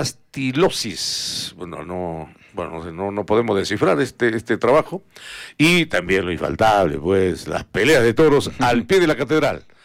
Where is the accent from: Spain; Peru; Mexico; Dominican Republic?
Peru; Arequipa